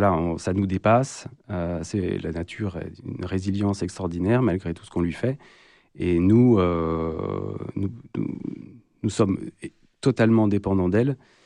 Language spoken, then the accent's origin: French; Pays de la Loire, France; also born or lived in Paris; Moi, je suis né à Angers. J'ai grandi donc à 40 km d'ici et je suis parti pour les études à Paris. Et je revenais très souvent à la campagne puisque j'ai grandi vraiment au milieu des bois.